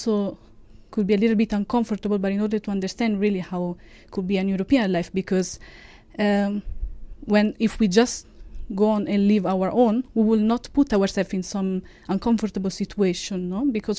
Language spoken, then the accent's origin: English; Italy; I'm from Italy, and I'm 25 years old.